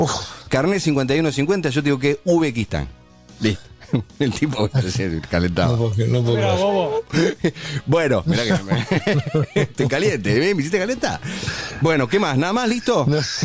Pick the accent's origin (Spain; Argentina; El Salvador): Argentina; yo soy argentino, hablo con la S aspirada.